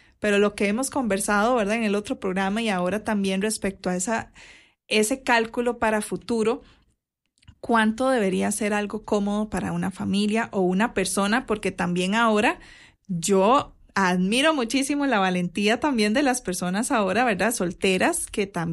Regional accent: Limón, Costa Rica; Yo soy de Limón, entonces yo extraño muchísimo, ¿verdad?, los árboles de limones y carambolas en el patio

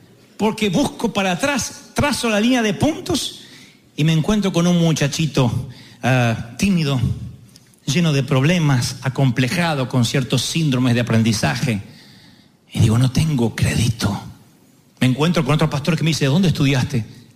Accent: Argentina; Sé que soy argentino e insoportable, pero no típico.

